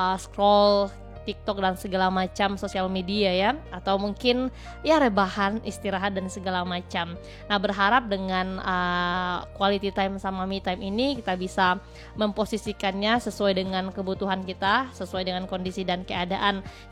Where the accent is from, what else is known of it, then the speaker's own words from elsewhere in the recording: West Sumatra, Indonesia; asalnya Mentawai